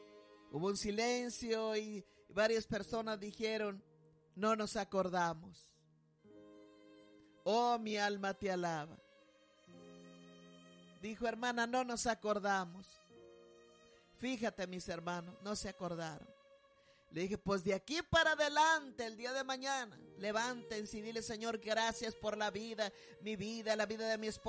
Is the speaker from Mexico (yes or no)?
yes; Mexico; moved away; Yo soy mexicana, pero pues ya me puse, ya no estoy impuesta al sol.